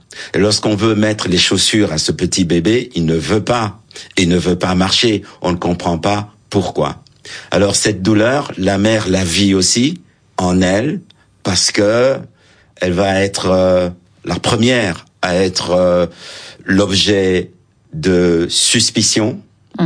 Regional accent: Lubumbashi, Katanga, DR Congo; born there

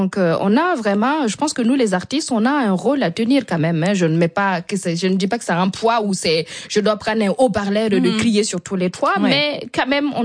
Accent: Burkina Faso; Donc vous savez, en fait on a ce respect là chez nous les Burkinabés

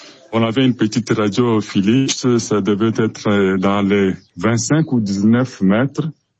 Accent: Lubumbashi, Haut-Katanga, DR Congo; born there; also born or lived in Zambia; j'étais déjà à Lubumbashi. Bon, je suis né en Zambie. Je suis venu au pays, à Lubumbashi, pour les études. Et j'y suis resté.

